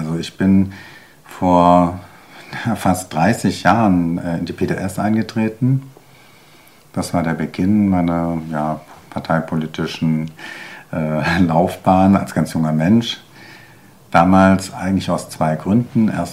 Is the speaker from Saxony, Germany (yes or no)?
no; Tübingen, Baden-Württemberg, Germany; moved away; Ich komme ursprünglich aus Tübingen.